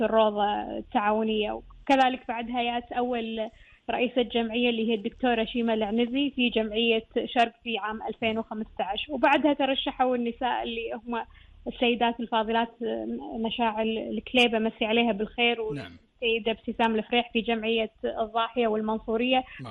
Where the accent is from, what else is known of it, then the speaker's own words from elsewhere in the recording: Kuwait; مثل ما تطورت عندنا بالكويت